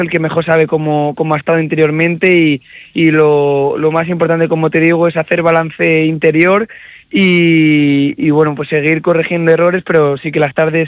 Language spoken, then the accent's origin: Spanish; Salamanca, Castile and León, Spain; como salmantino pues es lo más grande que te puede pasar.